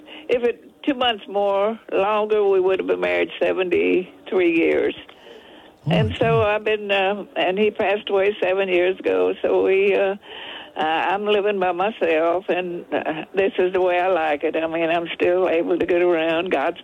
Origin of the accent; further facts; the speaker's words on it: Freiburg, Texas, United States; born there; also born or lived in Schulenburg, Texas; I was born out in Freiburg, Texas. That's out in the country.